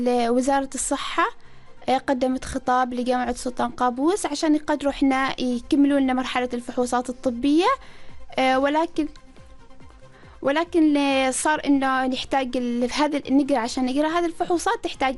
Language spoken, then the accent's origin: Arabic; Oman; إحنا كشباب عماني، أو بالتحديد كطلبة جامعة